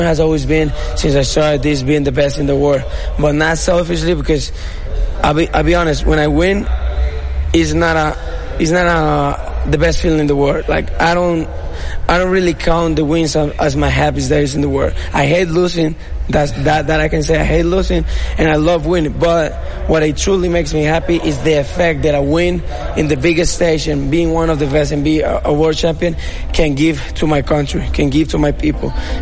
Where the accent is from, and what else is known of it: Colombia